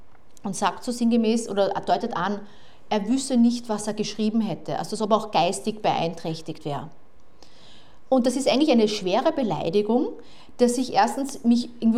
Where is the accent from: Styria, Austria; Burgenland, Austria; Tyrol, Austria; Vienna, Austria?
Styria, Austria; Graz; Ich komme aus Graz ursprünglich, wenn ich im Zug sitze und durch Zufall sitzt eine andere Frau aus Graz neben mir, dann sind wir die Grazerinnen